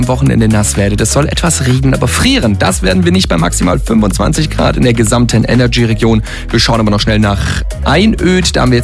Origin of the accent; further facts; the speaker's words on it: Stuttgart, Baden-Württemberg, Germany; Und wenn wir schon über Sport quatschen als Stuttgarter, mein Gott, muss ich das so hinnehmen